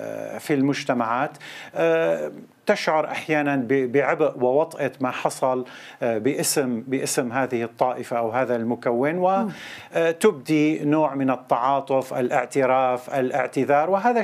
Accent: Syria; بلادنا سوريا

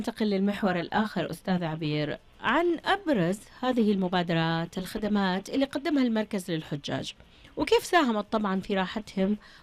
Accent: Mecca, Makkah Province, Saudi Arabia; إحساس يمكن أنا لأني بنت مكة أشعر بهذا هذا الشيء اللي نفخر ونسعد به.

